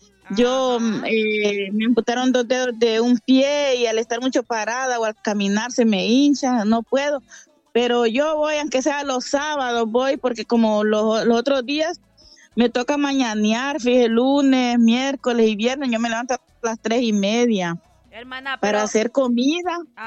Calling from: Choloma, Cortés, Honduras; de aquí de la Fortaleza, Choloma Cortés.

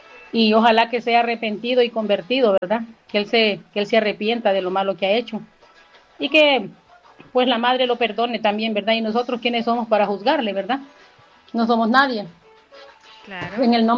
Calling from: Navarre, Spain; de Navarra, España

